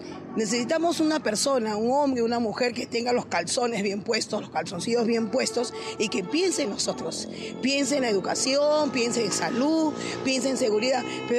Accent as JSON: {"language": "Spanish", "country": "Peru", "said": "Somos muchos los buenos, somos muchos peruanos buenos."}